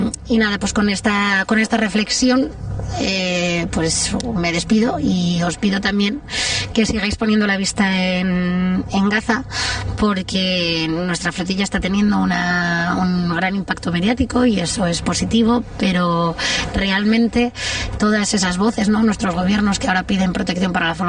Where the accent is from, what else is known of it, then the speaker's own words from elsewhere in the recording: Madrid, Community of Madrid, Spain; now in Mallorca, Spain; madrileña, ahora mismo viviendo en Mallorca